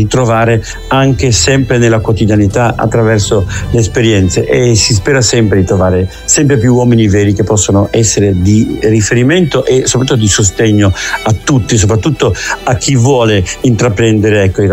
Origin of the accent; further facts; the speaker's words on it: Genoa, Liguria, Italy; sia io da genovese che Massimo Zennaro da veneziano, da isolano, abbiamo il mare nelle vene